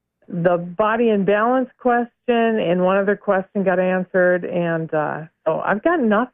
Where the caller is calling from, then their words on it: Minnesota, United States; from Doan Lake